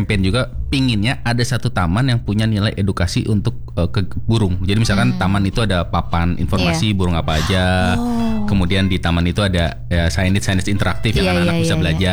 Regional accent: Jakarta, Indonesia; sebagai orang Jakarta

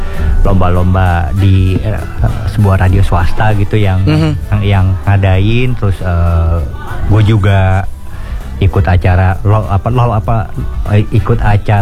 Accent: South Jakarta, Jakarta, Indonesia; Susah karena kita anak Jaksel gitu.

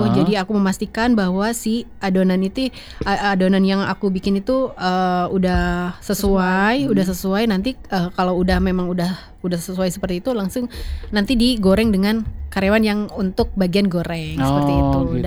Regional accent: Jakarta, Indonesia; Aku asli dari Rorotan.

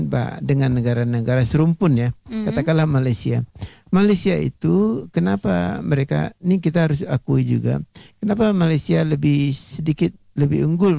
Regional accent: West Sumatra, Indonesia; now in Jakarta, Indonesia; kalau kita orang Minang ya kita ada di Jakarta sekarang banyak ya sekali-sekali kita komunikasi dengan anak-anak dalam bahasa Minang umpamanya.

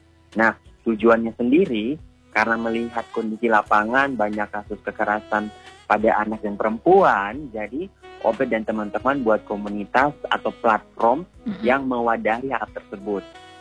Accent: South Papua, Indonesia

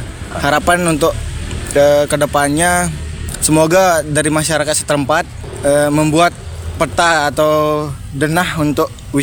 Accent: Gerung, West Nusa Tenggara, Indonesia; asli Gerung.

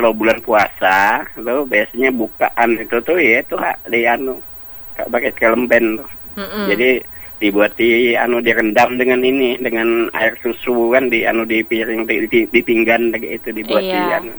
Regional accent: South Kalimantan, Indonesia; Putri, kalau aku ini yang paling berkesan ini ano, makanan dulu tuh ano. Kalau kami Banjar ada Jepang, ada walaupun yang buat Jepang ame.

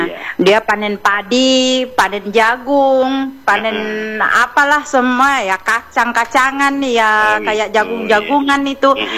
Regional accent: South Sulawesi, Indonesia; karena mapadendang itu di kita orang Bugis itu menabuh alat-alat musik yang enggak diangkat gitu

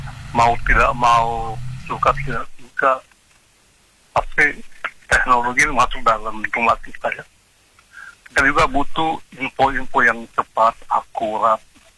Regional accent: Donggala, Central Sulawesi, Indonesia; Tapi di daerah aku Pak Ustaz, aku dari Donggala Pak Ustaz

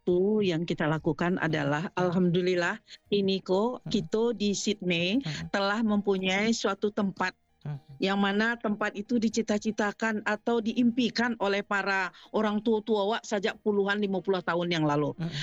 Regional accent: West Sumatra, Indonesia; karena itu adalah filosofi kita sebagai orang Minang. Sebagai orang yang menjaga agama dan adat.

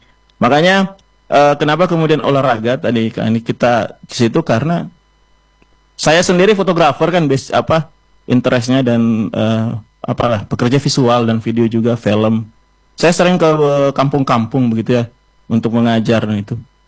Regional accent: Lenganeng, North Sulawesi, Indonesia; Tapi kalau di kampung saya Lenganeng, itu anak-anak muda lebih aktivasinya itu lebih ke ini, membuat parang Kak, beda Lenganeng. Kampung saya Lenganeng, dia mau jadi pandai besi.

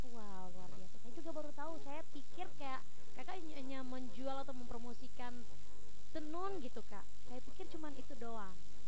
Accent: East Nusa Tenggara, Indonesia; kita sebagai orang NTT tuh harus bangga sekali dengan tenun kita ini.

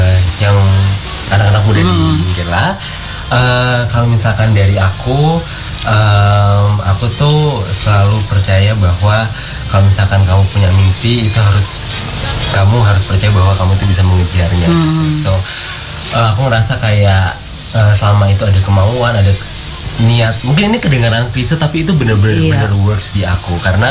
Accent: Surabaya, East Java, Indonesia; ketika aku di kotaku Surabaya

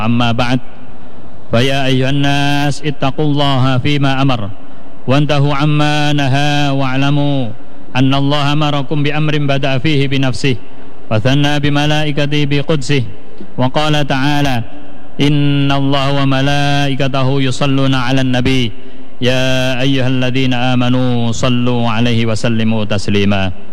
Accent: Indonesia; عن بلدنا إندونيسيا خاصة وسائر البلدان المسلمين عامة

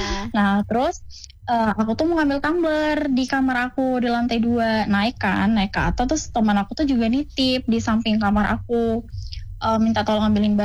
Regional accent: Bandar Lampung, Lampung, Indonesia; Oke, kenalin … aku dari

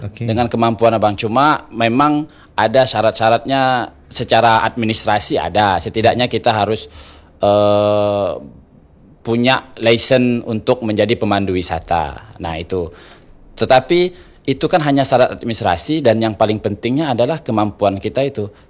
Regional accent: Pontianak, West Kalimantan, Indonesia; kita sebagai warga Pontianak

